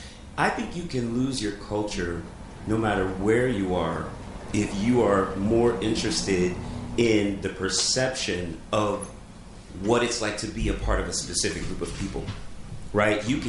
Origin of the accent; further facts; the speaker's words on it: Lincoln, Nebraska, United States; born there; also born or lived in Ohio; now in New York, United States; Growing up in Lincoln, it's a college town.